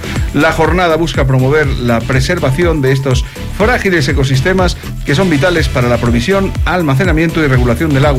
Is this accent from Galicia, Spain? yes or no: no; Valencia, Valencian Community, Spain; moved away; en mi tierra, en Valencia